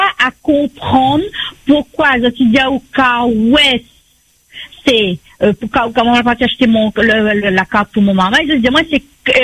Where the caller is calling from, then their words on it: Réunion; Moi, je suis à lycée Plateau. Je suis de Belmen, je prends le car moulant.